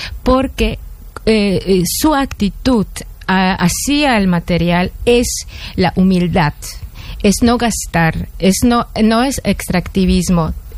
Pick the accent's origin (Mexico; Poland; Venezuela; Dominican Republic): Poland; Lower Silesian Voivodeship; Spanish is a second language; como Wrocław, que es muy precioso, es muy cerca de mi ciudad natal, no había destrucción durante la Segunda Guerra, antes pertenecía también a Alemania.